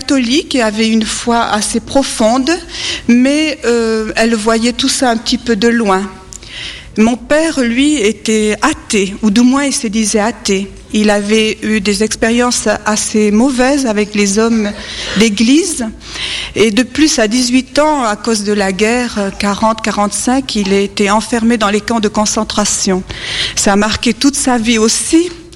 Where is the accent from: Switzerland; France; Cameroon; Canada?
France